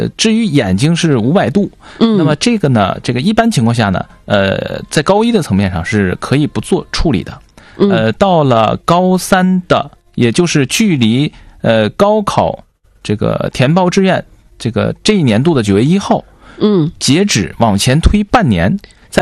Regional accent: Changchun, Jilin, China; moved away as an adult; now in Xi'an, China; 我在长春生活了18年，然后呢上大学的时候去了西安，一直到现在，所以实际上我是回家乡来宣传这个我的大学。

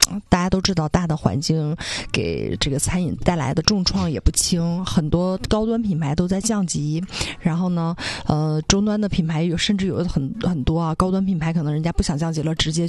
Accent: Northeast China, China; 作为东北人

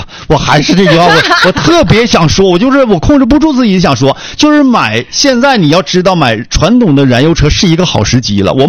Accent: China; 我真的作为中国人看着金葵花这个车

